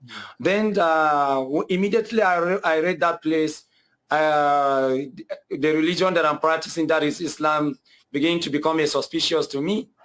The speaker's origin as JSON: {"language": "English", "town": "Kaduna", "region": "Kaduna State", "country": "Nigeria", "tie": "born or raised there", "said": "my dad is a chief of Fulanis of Kaduna local government of Kaduna State in Nigeria, where I was born and brought up. Because I was born and brought up in Nigeria, in far northern part of Nigeria"}